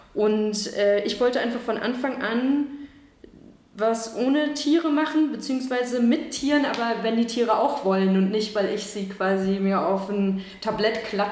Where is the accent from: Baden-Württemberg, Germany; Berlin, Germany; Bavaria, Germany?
Berlin, Germany; born there; Und dann bin ich am Ende zurück nach Berlin gezogen, wo ich geboren bin